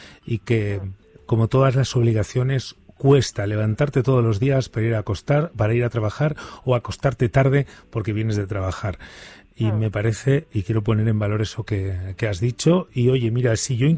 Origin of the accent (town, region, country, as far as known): Burgos, Castile and León, Spain